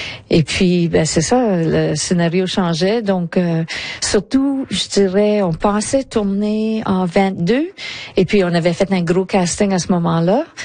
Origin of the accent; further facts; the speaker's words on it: Lille, Hauts-de-France, France; Ça représente un peu mon enfance à Lille.